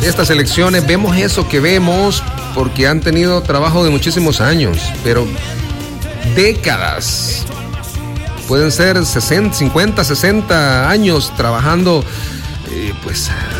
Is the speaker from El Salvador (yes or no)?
yes; El Salvador